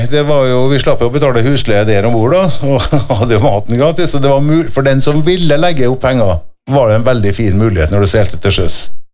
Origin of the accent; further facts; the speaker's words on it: Kristiansund, Møre og Romsdal, Norway; jeg er fra Kristiansund